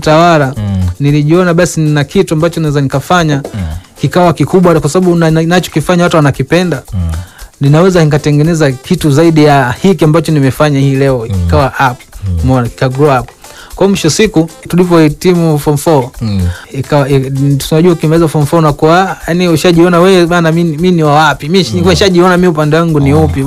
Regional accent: Kigoma, Tanzania; Yeah, mimi ni mzaliwa wa Kigoma.

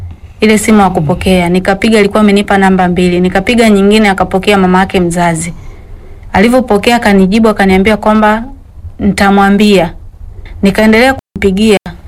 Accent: Iringa, Tanzania; mimi ni mwenyeji wa Iringa.

